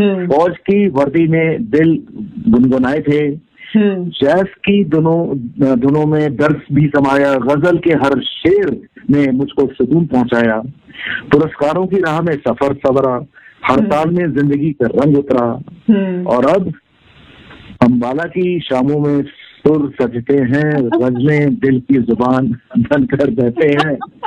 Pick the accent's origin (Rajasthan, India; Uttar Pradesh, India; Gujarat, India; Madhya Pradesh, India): Uttar Pradesh, India; Lucknow; मैं लखनऊ का रहने वाला हूँ और उसी माहौल में पला बड़ा हूँ।